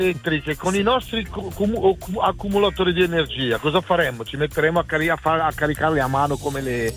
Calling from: Lombardy, Italy; chiamo da Brescia, ma sono della Valle Camonica.

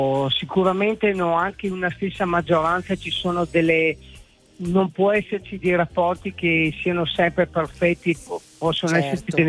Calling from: Verona, Veneto, Italy; Io chiamo da Verona.

